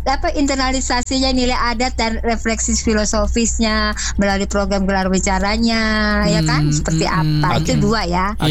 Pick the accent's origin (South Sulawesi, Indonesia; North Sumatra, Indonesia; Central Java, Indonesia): North Sumatra, Indonesia; aku Batak Toba dan itu Rekato.